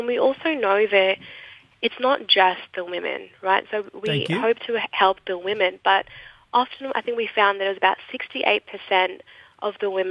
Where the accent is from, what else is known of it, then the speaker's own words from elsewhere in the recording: Ghana; now in Australia; So I'm actually a Ghanaian Australian. I'm of African descent.